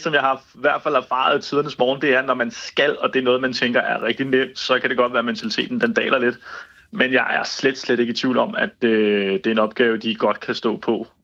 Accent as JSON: {"language": "Danish", "country": "Brazil", "said": "Fordi at vi som brasilianer altid tænker på, at vi starter jo først fodbold, når VM går i gang."}